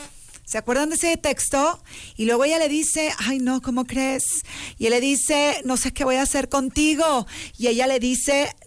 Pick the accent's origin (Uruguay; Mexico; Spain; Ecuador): Mexico; La chamba de dar una buena imagen como mexicanos es tuya y mía.